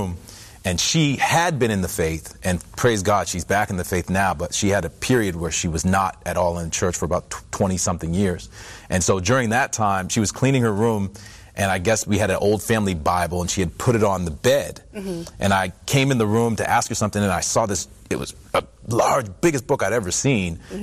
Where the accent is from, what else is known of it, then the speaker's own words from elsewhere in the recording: Canada; He was an All-Canadian. I'm originally from Canada.